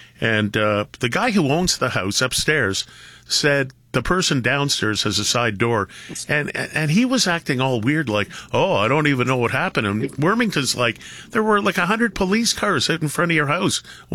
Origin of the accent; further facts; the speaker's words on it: Toronto, Ontario, Canada; moved away; Toronto's my hometown.